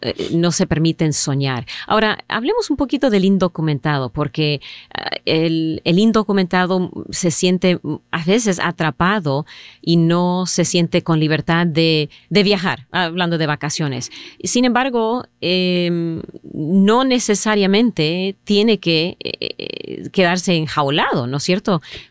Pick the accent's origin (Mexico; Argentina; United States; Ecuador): United States; Texas; born there; Yo nací aquí en Texas y nunca he estado en esa ciudad, y vamos a explorarlo en los próximos meses.